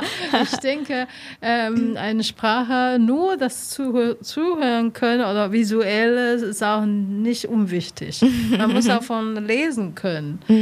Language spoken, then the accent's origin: German; Taiwan; German is a second language; Ich komme persönlich aus Taiwan. Ich habe natürlich auch meine taiwanische Verhaltung.